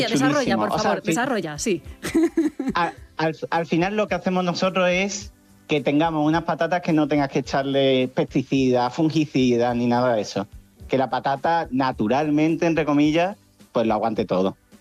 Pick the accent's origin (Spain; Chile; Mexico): Spain; Seville, Andalusia; now in Buenos Aires, Argentina; Yo soy de Sevilla. Yo lo que estoy haciendo es investigación aquí. Sería como en el CSIC de Argentina, ¿no?